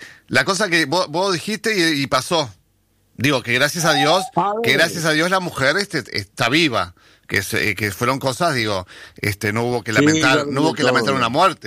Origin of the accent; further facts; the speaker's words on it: Juan Lacaze, Colonia, Uruguay; Nací, me crié y vivo en Juan Lacase.